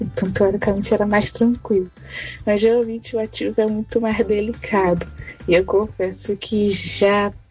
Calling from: Rio de Janeiro, Brazil; sou da Pavuna.

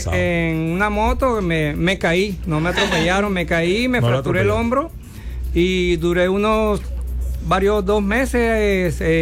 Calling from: Puerto Colombia, Atlántico, Colombia; yo vivo en Puerto Colombia y siempre en el mar hacía la acuaterapia

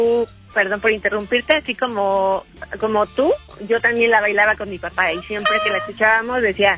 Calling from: Mexico City, Mexico

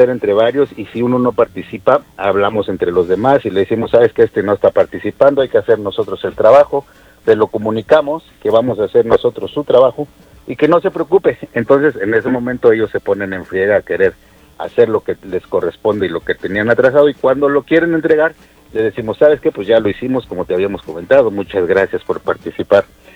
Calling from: Guadalajara, Jalisco, Mexico; de Guadalajara.

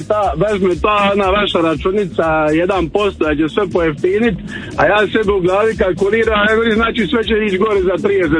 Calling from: Korčula, Dubrovnik-Neretva County, Croatia; Evo, kogod dođe tu kod nas na Korčulu, svi, ajme, kako je tu vama skupa. Ja kažem njima, ljudi moji, mi tu živimo 365 dana u godini

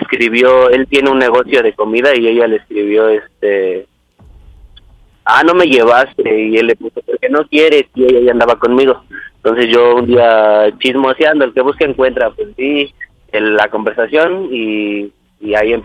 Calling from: Mexico City, Mexico; Tengo 27 años y soy de la Ciudad de México.

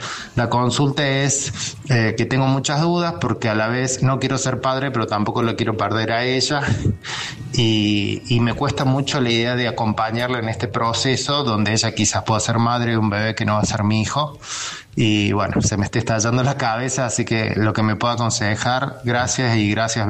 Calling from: Córdoba, Argentina; de Córdoba.

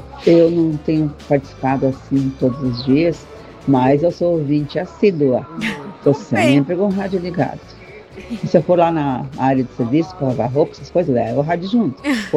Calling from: Canoas, Rio Grande do Sul, Brazil; de Canoas

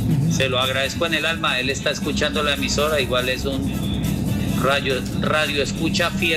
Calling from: Bilbao, Basque Country, Spain; un saludo muy cordial desde aquí de España, desde Bilbao.

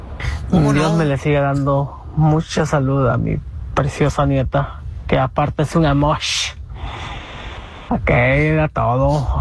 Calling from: San Francisco, California, United States; Les hablo de San Francisco.

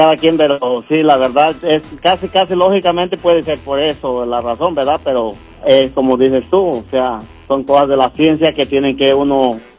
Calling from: Asheboro, North Carolina, United States; ahorita que ando en Greensboro trabajando, pero yo vivo en Ashboro, Norte Carolina.

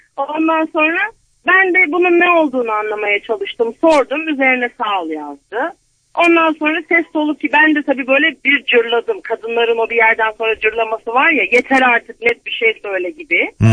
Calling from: Denizli, Turkey; Denizli'den.

